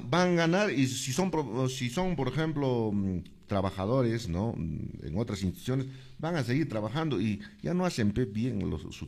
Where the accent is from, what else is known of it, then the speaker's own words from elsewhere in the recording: Cusco, Peru; nosotros somos de Puente Coyo, de nuestros tatarabuelos en sí